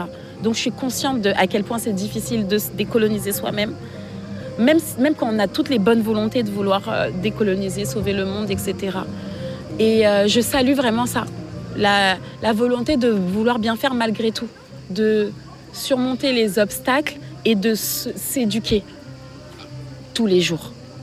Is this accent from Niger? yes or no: no; Republic of the Congo; born there; Parce qu'en soi, est-ce que tu m'entends parler ? Je suis née au Congo, hein.